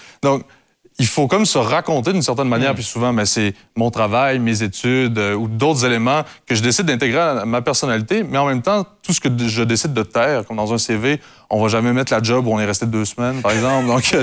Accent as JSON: {"language": "French", "region": "Quebec", "country": "Canada", "tie": "born or raised there", "moved": "yes", "lives_now": "Quebec City, Canada", "said": "Moi, je viens de la Beauce"}